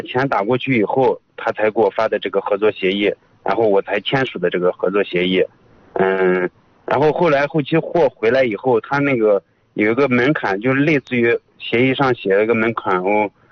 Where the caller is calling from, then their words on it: Yuncheng, Shanxi, China; 我是咱盐湖区的